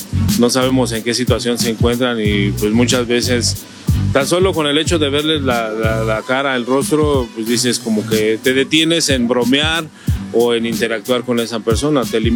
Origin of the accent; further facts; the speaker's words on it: Villa de Tezontepec, Hidalgo, Mexico; Pues es de familia, hijo. Venimos del municipio de Villa de Tezontepec.